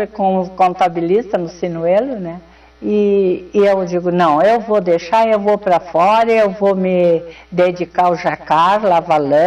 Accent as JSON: {"language": "Portuguese", "town": "Pinheiro Machado", "region": "Rio Grande do Sul", "country": "Brazil", "tie": "born there", "said": "Eu nasci em Pinheiro Machado, no município de Pinheiro Machado."}